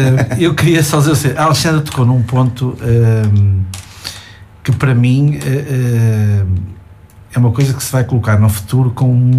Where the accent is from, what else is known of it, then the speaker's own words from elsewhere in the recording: Mozelos, Norte, Portugal; born there; eu que nasci em Moselos